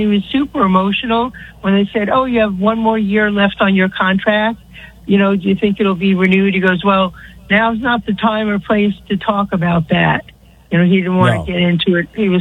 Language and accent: English; New York, United States; I mean, I'm from New York, so I have some friends and family, mostly Mets fans